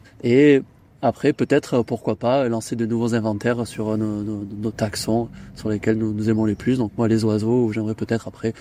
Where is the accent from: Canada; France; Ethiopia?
France; Occitanie; moved away as an adult; now in Montpellier, France; Je viens de Montpellier. Alors, je viens du Gard, mais j'ai beaucoup vécu sur Montpellier de par mes études et mon travail que j'occupe maintenant